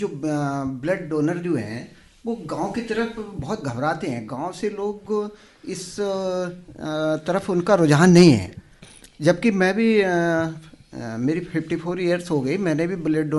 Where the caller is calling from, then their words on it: Bareilly, Uttar Pradesh, India; बरेली से हूँ।